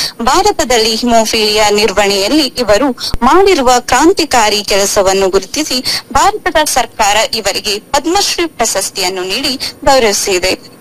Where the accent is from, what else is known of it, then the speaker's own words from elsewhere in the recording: Sirsi, Karnataka, India; ನಾನು ಸಿಸ್ಸಿಯಿಂದ ಬಂದಿದ್ದೇನೆ.